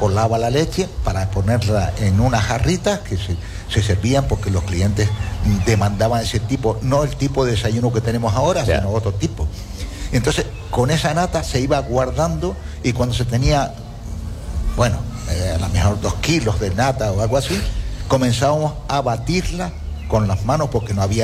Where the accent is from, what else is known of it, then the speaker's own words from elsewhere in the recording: Canary Islands, Spain; born there; Hombre, yo soy nacido en Gran Canaria. Pero cuando he venido aquí al sur hace 45 años